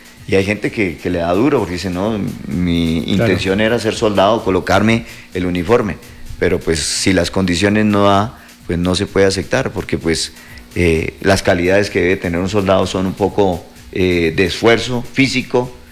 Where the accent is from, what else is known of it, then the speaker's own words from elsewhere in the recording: Yopal, Casanare, Colombia; Hace poco tuve dos jóvenes que prestaban servicio, yo vengo de Yopal.